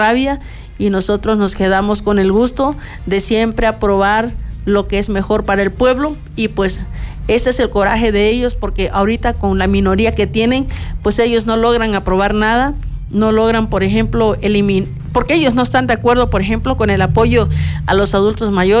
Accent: Oaxaca, Mexico; Así es, como toda oaxaqueña.

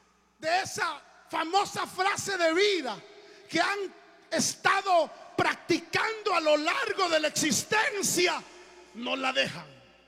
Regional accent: Tiquisate, Escuintla, Guatemala; Yo soy de Tiquizate, Escuintla. Allí, de allí soy, hermano.

